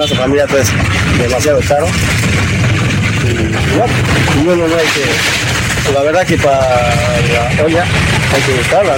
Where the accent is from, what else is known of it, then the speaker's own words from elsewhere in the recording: Caigua, Tarija, Bolivia; Yo vengo de Caigua.